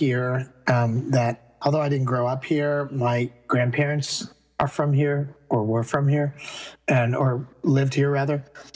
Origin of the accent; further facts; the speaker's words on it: Atlanta, Georgia, United States; Atlanta. I'm from Atlanta.